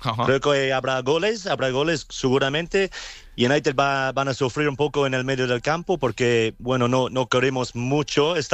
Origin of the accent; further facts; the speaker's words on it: Cork, Munster, Ireland; Spanish is a second language; Sí, soy irlandés, de una ciudad que se llama Cork, el mismo barrio de Roy Keane